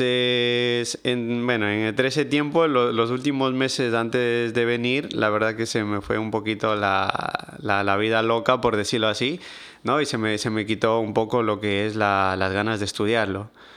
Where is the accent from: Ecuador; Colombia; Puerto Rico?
Ecuador; moved away; Entonces, me fui a Ecuador y la verdad que ese mes me ayudó bastante porque ya el de yo trabajar y regresar a Ecuador y ver las cosas allá, es como que me entraron otra vez las ganas de estudiar